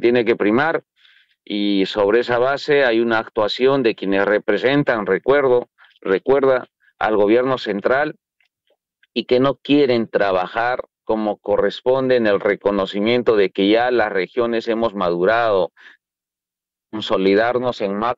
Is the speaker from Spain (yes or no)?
no; Peru; quienes nos lo dieron la lección son nuestros padres, los incas